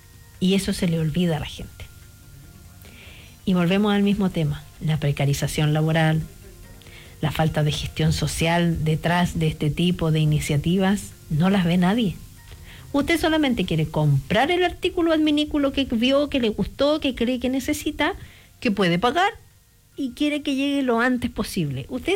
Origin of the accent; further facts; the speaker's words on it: Aysén, Chile; todos los que somos de Isen y compramos algo por internet sabemos que no va a llegar en los días que nos dice